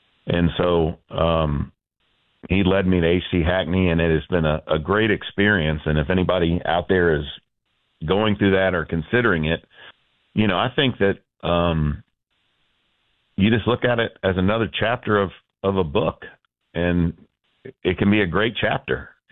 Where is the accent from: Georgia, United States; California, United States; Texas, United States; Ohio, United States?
Georgia, United States; Atlanta; all of our family is from Atlanta, born and raised in Atlanta. My father worked at Georgia Tech. My mother was a teacher.